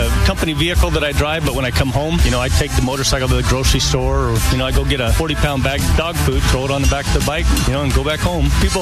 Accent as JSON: {"language": "English", "town": "Goodyear", "region": "Arizona", "country": "United States", "said": "I'm from Goodyear, Arizona."}